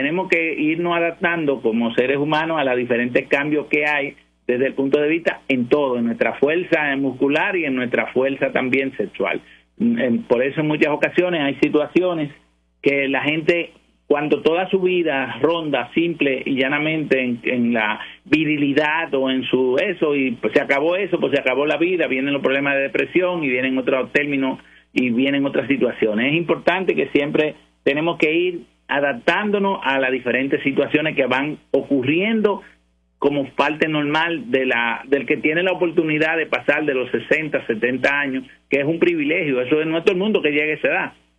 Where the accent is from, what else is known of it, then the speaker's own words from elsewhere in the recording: Dominican Republic; now in Puerto Rico; yo amo mi país, mi país de origen, República Dominicana, mi país adoptivo. Yo le agradezco tanto a Puerto Rico